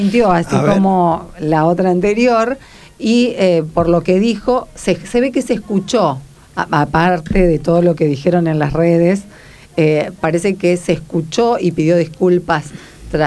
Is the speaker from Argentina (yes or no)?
yes; Santa Fe, Argentina; Somos los santafesinos los que nos comemos las heces.